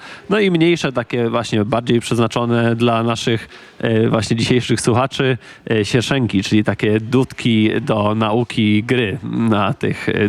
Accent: Wolsztyn, Zbąszyń, Greater Poland Voivodeship, Poland; w tym regionie, który jest moim rodzinnym regionem, to znaczy okolice Wolsztyna, Zbąszynia, Leszna

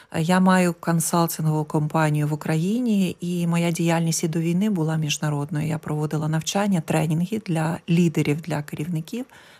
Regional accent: Kyiv, Ukraine; Я з Києва, я живу в Києві вже більше 30 років

